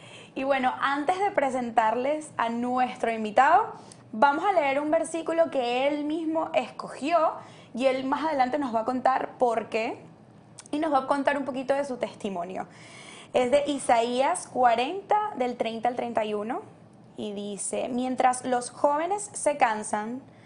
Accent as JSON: {"language": "Spanish", "town": "Barquisimeto", "region": "Lara", "country": "Venezuela", "moved": "yes", "lives_now": "Miami, United States", "said": "Dani y yo justamente somos de Barquisimeto."}